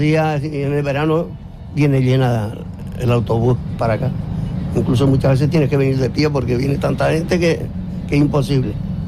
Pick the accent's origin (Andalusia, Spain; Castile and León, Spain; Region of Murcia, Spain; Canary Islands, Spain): Canary Islands, Spain; Taganana; now in Santa Cruz de Tenerife, Spain; Bueno, yo soy de Taganana, pero vivo aquí en Santa Cruz.